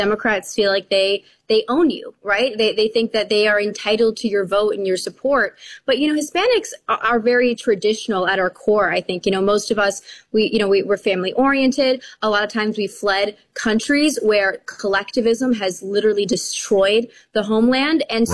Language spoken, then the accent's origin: English; Wisconsin, United States; but it was in Chicago and I was from Wisconsin.